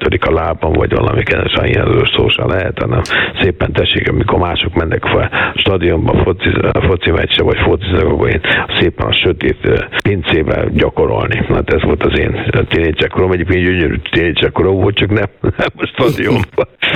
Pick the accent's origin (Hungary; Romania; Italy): Hungary; Budapest; tudod, én pesti srác vagyok